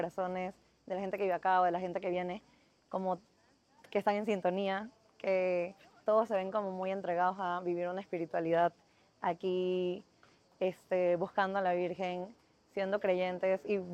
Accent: Ecuador; now in Panama; soy ecuatoriana, vivo en Panamá, tengo 26 años y esta es mi primera vez en Meyugori.

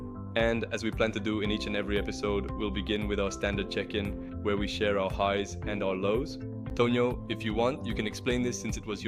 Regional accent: United States; We're going to be speaking Spanglish because we grew up in the United States.

